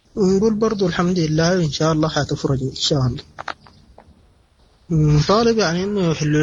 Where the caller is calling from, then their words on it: Omdurman, Khartoum, Sudan; أنا مواطن سوداني من محلية أم درمان, أعمل سائق ركشة.